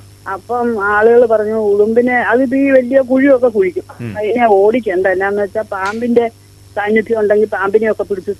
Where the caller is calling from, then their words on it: Ettumanoor, Kerala, India; ഏറ്റുമാനൂരിന്നാണ് വിളിക്കുന്നത്.